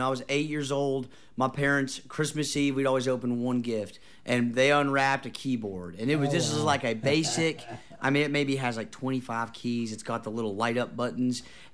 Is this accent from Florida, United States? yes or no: no; Morristown, Tennessee, United States; moved away; I grew up in Morristown. My dad worked in the furniture factories of East Tennessee